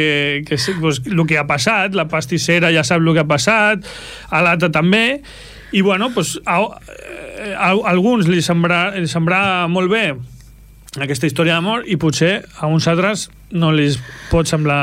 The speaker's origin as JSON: {"language": "Catalan", "town": "Esplugues de Llobregat", "region": "Catalonia", "country": "Spain", "said": "és una ciutat, però per mi d'alguna manera és el meu poble"}